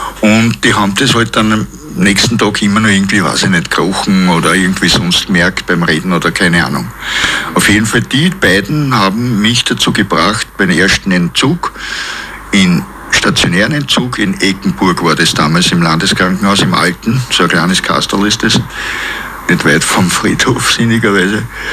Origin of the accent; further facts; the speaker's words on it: Krems an der Donau, Lower Austria, Austria; Wie gesagt, ich bin in Krems aufgewachsen.